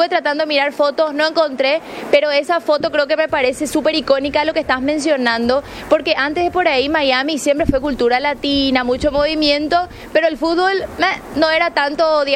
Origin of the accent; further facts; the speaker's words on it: Paraguay; somos paraguayos, estamos de cobertura